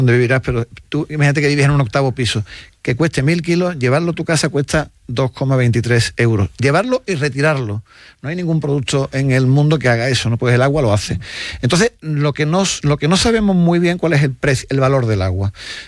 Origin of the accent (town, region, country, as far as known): Spain